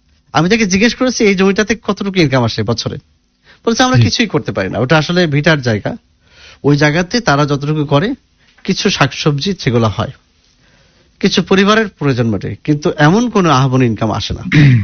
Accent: Kushtia, Khulna Division, Bangladesh; আমার বাড়ি কুষ্টিয়াতে

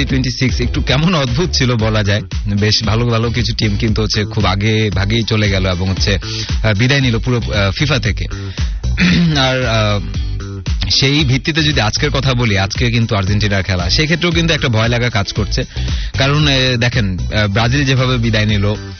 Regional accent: Bangladesh; আমরা যদি মানে বাংলাদেশি যারা আছি বা আমরা এই রিলিজনে যারা আছি

